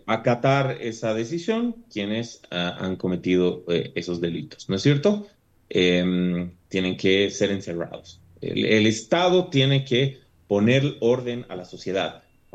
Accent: La Paz, Bolivia; born there; Nosotros como paceños tenemos derecho a planificar nuestra vida, nuestro futuro, nuestro destino, nuestra felicidad. Tenemos derecho a vivir en el departamento y en la ciudad que nos ha visto nacer

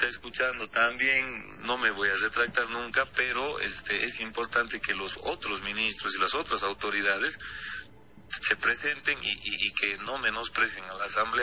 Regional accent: Tarija, Bolivia; yo soy medio tarijeño

